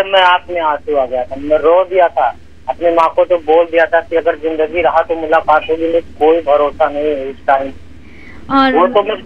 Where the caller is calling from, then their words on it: Mankapur, Uttar Pradesh, India; रहने वाला तो आपके बगल का ही मनकापुर का रहने वाला हूँ।